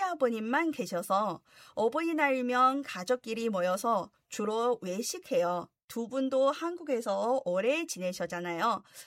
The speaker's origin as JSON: {"language": "Korean", "country": "China", "moved": "yes", "lives_now": "South Korea", "said": "저희처럼 중국 신부가 한국 신랑의 결혼식이에요."}